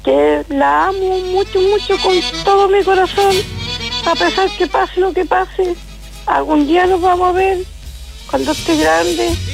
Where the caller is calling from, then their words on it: Curicó, Maule, Chile; yo soy de acá, de Curicó.